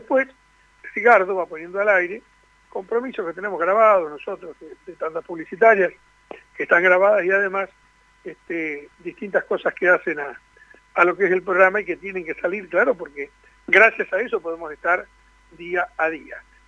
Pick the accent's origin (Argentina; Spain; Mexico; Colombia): Argentina; Buenos Aires Province; en nuestra patria argentina y tenemos en nuestra provincia de Buenos Aires